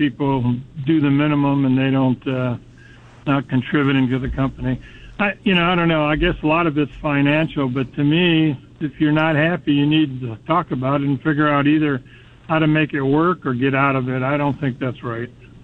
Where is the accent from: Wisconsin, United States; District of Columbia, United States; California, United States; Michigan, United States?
Michigan, United States; Detroit; I grew up in Detroit, so I'm a Lions fan